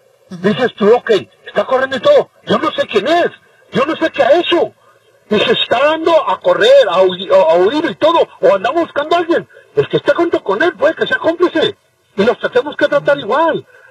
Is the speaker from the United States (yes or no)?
yes; United States; nosotros como yo estadounidense, de ascendencia hispana